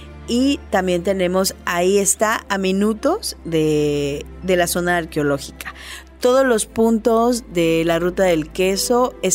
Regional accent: Ocosingo, Chiapas, Mexico; estas maravillas que tiene nuestro Ocosingo, que es la Puerta de la Selva Lacandona

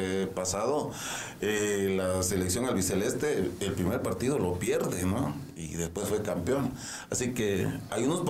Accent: Chiapas, Mexico; los chiapanecos

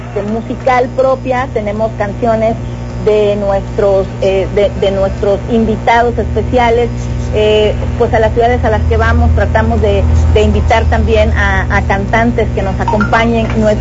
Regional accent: Tapachula, Chiapas, Mexico; Nosotros somos de aquí de Tapachula, que también es Chiapas, pero estamos muy cerquita de la frontera con Guatemala.

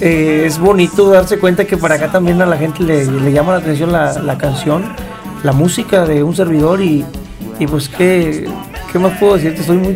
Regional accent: Veracruz, Mexico; yo soy del norte de Veracruz, y allá, pues, es que donde vayas, yo creo que ahí toda la gente, la mayoría de la gente toma café, ¿no?

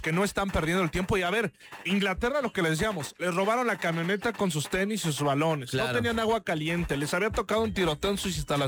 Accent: Mexico

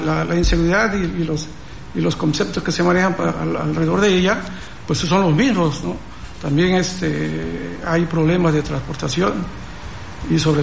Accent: Tonalá, Chiapas, Mexico; born there; also born or lived in Mexico City; En el célebre barrio de los Tigres. Ahí nacimos.

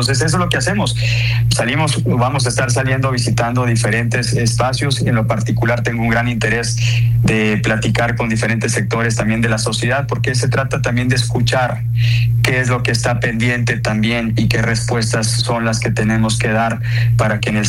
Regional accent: Sonora, Mexico; Y yo soy una persona agradecida como buen sonorense

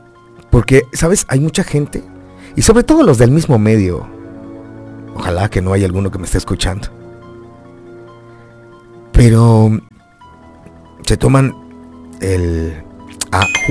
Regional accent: Chiapas, Mexico; born there; also born or lived in Huixtla / Tapachula; now in Tuxtla Gutiérrez, Mexico; La última vez que me vine de Tapachula para Tuxtla, que fue en el año 2007, aquí estudié la prepa. Pero la universidad la estudié allá, en Tapachula. Y en Huixtla, mi secundaria.

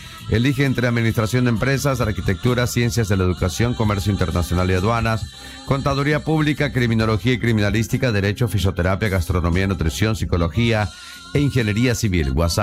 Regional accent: Camuapita, Chiapas, Mexico; Saludos a Simona, ya hasta mi tierra, Camuapita, Chiapas.

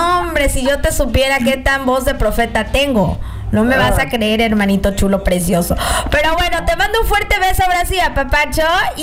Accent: Catemaco, Veracruz, Mexico; No, soy de Veracruz.

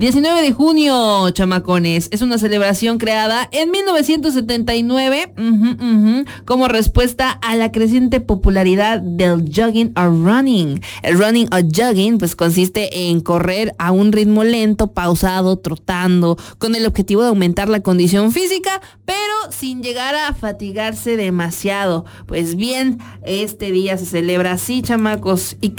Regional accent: Mexico; Como buen mexicano, de panzazo, ¿verdad?

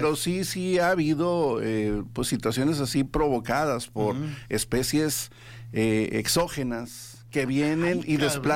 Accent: Mexico

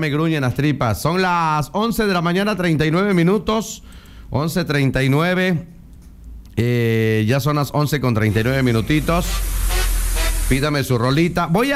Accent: Chapultenango, Chiapas, Mexico; moved away; allá con toda mi gente de Chapultenango, Chiapas.

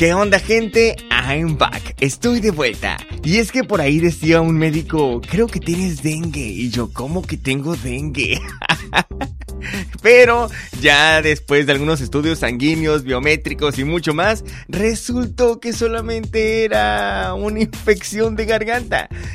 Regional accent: Sonora, Mexico; Pero eso, como buenos sonorenses, ya nos debe tener bien curtidos.

